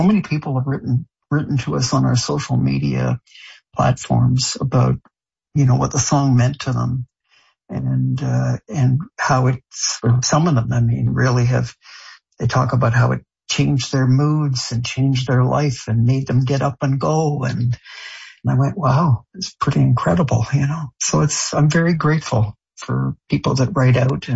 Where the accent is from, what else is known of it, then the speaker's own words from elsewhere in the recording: France; also born or lived in Ottawa, Canada; I think, I grew up in France, but I was born in Ottawa. And when we moved back to Canada, we had a place in the upper Ottawa.